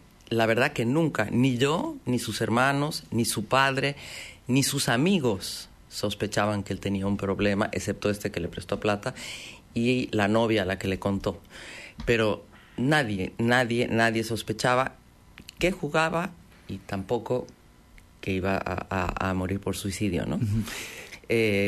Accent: Bolivia; now in Argentina; Yo hablo como soy boliviana, hablo como boliviana, pero vivo hace 29 años aquí, entonces me siento argentina.

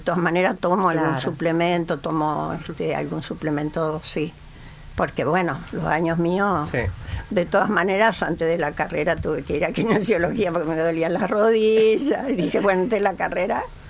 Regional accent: Bahía Blanca, Buenos Aires Province, Argentina; No, yo vengo de Bahía.

